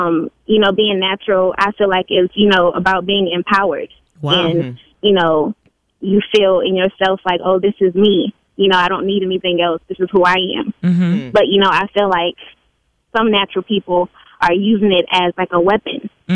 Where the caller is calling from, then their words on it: Chicago, Illinois, United States; Chicago, Illinois.